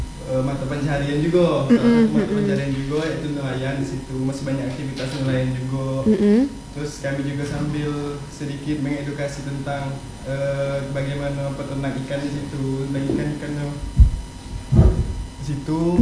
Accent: Jambi, Indonesia; kami pengen memperkenalkan kampung halaman kami itu di Danau Teluk itu.

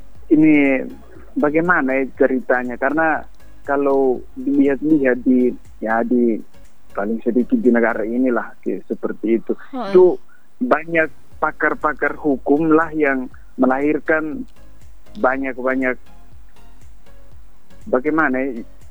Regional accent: Kefamenanu, East Nusa Tenggara, Indonesia; Orang Keva.

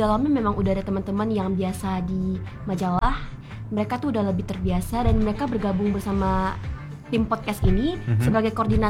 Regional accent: West Kalimantan, Indonesia; Kami itu dari Provinsi Kalimantan Barat

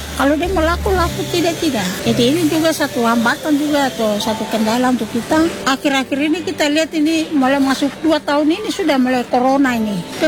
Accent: Papua, Indonesia; Yang penting kita orang Papua yang beli-beli itu sama rugi.

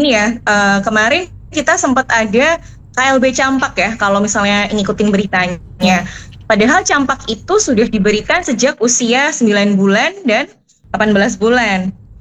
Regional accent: Surakarta, Central Java, Indonesia; karena saya kan dari Solo ya, kemarin itu di Jawa Tengah sama Jogja itu sempat diberikan untuk anak SD.

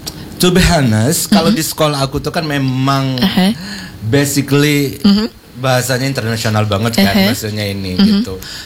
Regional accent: Lampung, Indonesia; first language Lampung; Indonesian is a second language; saya lahir dari bumi Lampung, jadi memang kewajiban saya harus melestarikan bahasa Lampung.

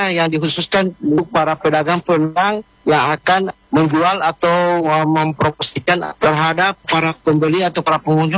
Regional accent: North Sulawesi, Indonesia; hari ini kita sebagai warga Jawa Tondano punya inisiatif untuk memeriahkan

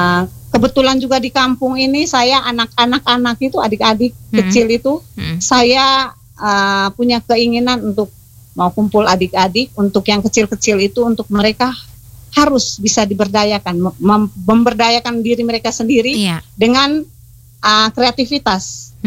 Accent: Manggarai, East Nusa Tenggara, Indonesia; kita adalah orang Manggarai yang punya identitas

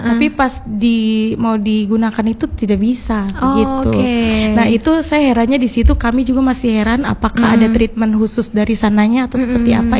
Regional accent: Manado, North Sulawesi, Indonesia; now in Palu, Indonesia; kalau saya aslinya memang dari Manado, terus besar di Manado

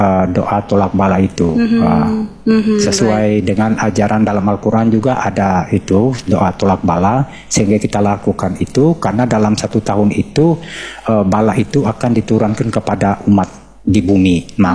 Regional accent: North Kalimantan, Indonesia; itu merupakan salah satu tradisi budaya kami orang Tidung.

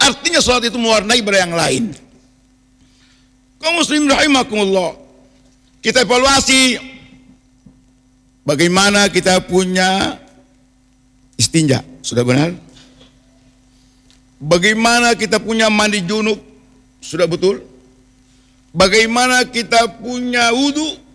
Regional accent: Central Sulawesi, Indonesia; first language Kaili; Dalam bahasa kita Kaili

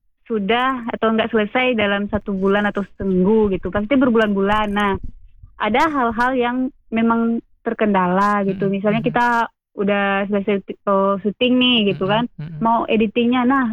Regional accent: Solo, Indonesia; now in Pariaman, Indonesia; Oh, kalau aslinya orang Kota Solo, cuma tinggalnya sekarang di Kota Pariaman.

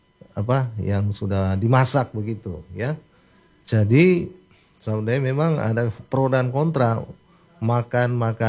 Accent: Minahasa, North Sulawesi, Indonesia; kita orang Minahasa

